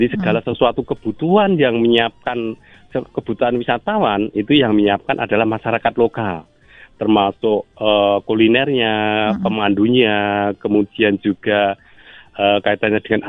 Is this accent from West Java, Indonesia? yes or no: no; Gunungkidul, Special Region of Yogyakarta, Indonesia; di desa kami, di Desa Ngelanggeran